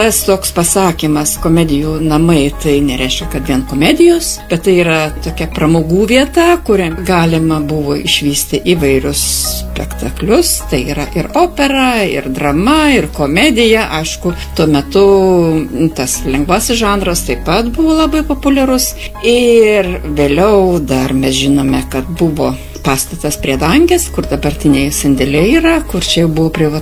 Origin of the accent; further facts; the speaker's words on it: Klaipėda, Klaipėda County, Lithuania; mes galim klaipėdiečiai didžiuotis